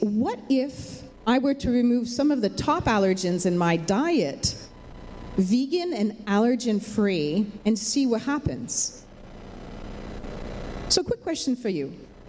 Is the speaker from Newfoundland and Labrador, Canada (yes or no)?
no; Montreal, Quebec, Canada; also born or lived in Ontario; now in Vancouver, Canada